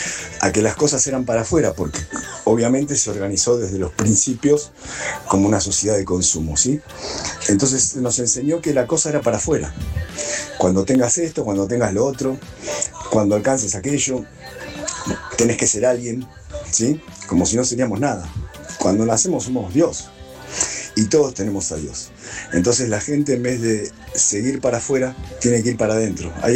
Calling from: Lomas del Mirador, Buenos Aires Province, Argentina; de Lomas de Mirador.

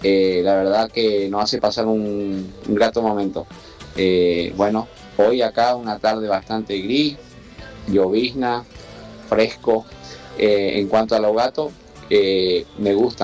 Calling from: Jardín América, Misiones, Argentina; soy de Jardín América Misiones

